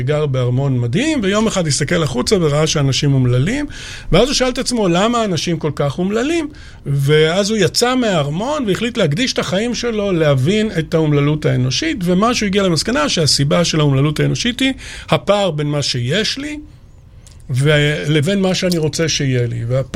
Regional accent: Romania; now in Israel; והשמחה הגדולה היא שבסוף תלו אותו, אבל אז אנחנו ברחנו מרומניה.

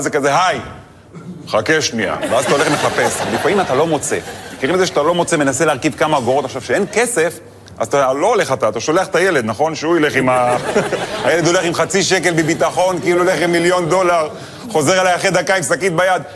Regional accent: Netanya, Central District, Israel; האמת, אני גדלתי בנתניה, לא יצא לי, בחיים לא היה לי שליח בבית, כי אמא טריפוליטאית

